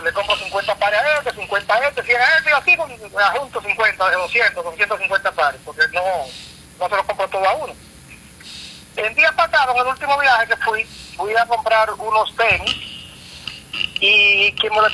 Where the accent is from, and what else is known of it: Dominican Republic